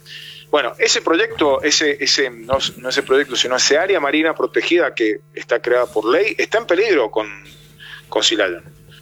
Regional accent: Argentina

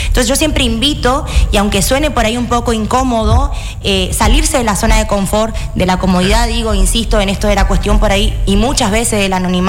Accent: General San Martín, Chaco, Argentina; Yo soy nacida en General San Martín, terminamos la secundaria, siempre cuento, tengo una hermana melliza, por eso hablo en plural. Terminamos la escuela secundaria y vinimos a vivir a Resistencia.

